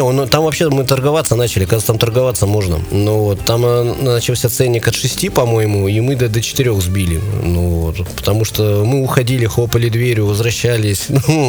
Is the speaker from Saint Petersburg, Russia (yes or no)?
yes; Saint Petersburg, Russia; Мы сказали, что с Питера.